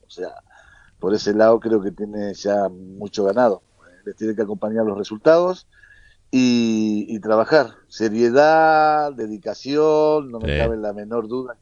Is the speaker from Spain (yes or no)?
no; Uruguay